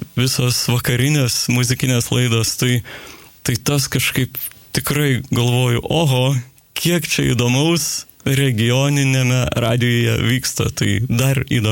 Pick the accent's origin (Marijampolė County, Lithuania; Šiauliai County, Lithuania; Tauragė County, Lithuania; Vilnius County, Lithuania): Šiauliai County, Lithuania; Kairiai; accent: Šiauliai dialect; now in Utena, Lithuania; Aš kilęs iš Šiaulių rajono, Kairių miestelio, tai kai grįžtu į Šiaulius, kalbu šiaulietiškai.